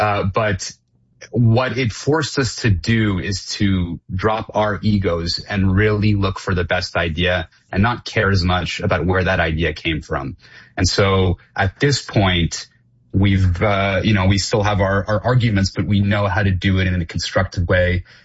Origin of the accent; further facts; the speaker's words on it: Toronto, Ontario, Canada; we were very lucky growing up in Toronto and studying at Vlad's Dance Company in Richmond Hill.